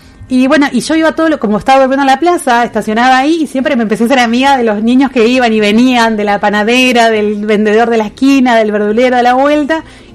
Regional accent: Argentina; somos del mismo país en este caso, porque yo por ahora estoy viajando por el país

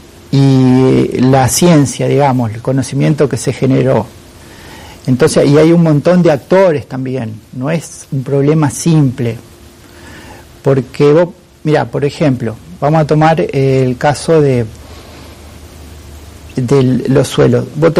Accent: Esperanza, Santa Fe, Argentina; Claro, a ver, yo vengo de Esperanza, la primera colonia agrícola, 1856, sí.

